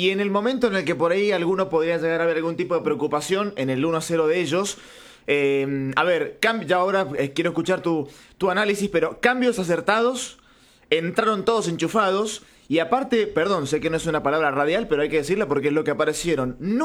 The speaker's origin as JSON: {"language": "Spanish", "country": "Argentina"}